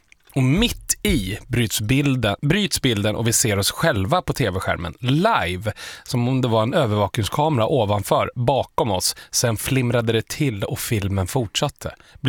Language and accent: Swedish; Uppsala, Uppsala County, Sweden; Kanske för att jag är från Uppsala.